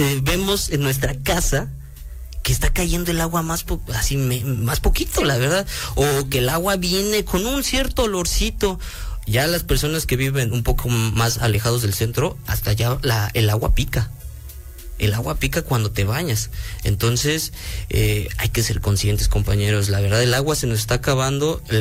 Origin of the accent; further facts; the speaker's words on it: Zacatlán, Puebla, Mexico; born there; yo soy un vecino de Zacatlán, no soy un ambientalista, simplemente estoy preocupado por lo que está pasando en mi tierra, porque aquí nací.